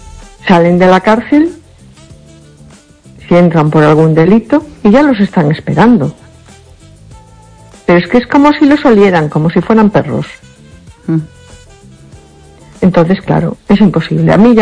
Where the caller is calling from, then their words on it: A Coruña, Galicia, Spain; de Coruña.